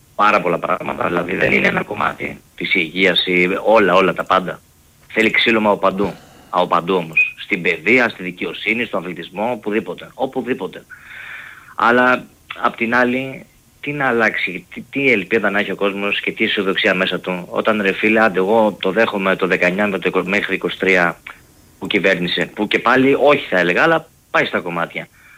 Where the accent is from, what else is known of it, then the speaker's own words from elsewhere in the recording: Lesbos, North Aegean, Greece; Πήγα στο νησί μου στη Λέσβο